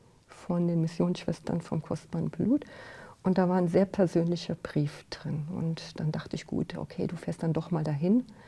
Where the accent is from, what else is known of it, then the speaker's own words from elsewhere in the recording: Germany; Ich komme aus dem Bistum Trier und bei uns sind halt die Weißen Schwestern sehr stark.